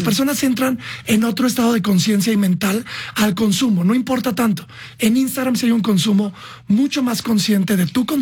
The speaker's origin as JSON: {"language": "Spanish", "region": "San Luis Potosí", "country": "Mexico", "tie": "born there", "said": "yo soy un tipo normal, nací en San Luis Potosí, en una casa normal"}